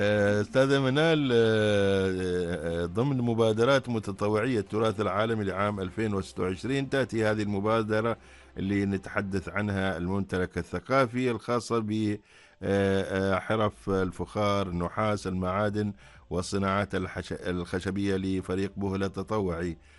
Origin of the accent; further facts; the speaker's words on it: Oman; إحنا كعمانيين